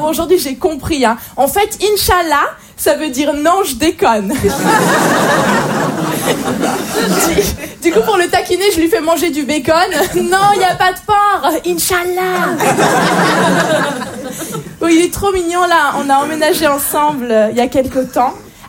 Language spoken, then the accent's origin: French; Switzerland